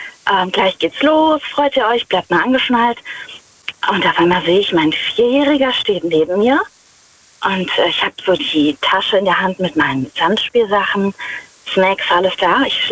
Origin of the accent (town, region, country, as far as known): Rhineland-Palatinate, Germany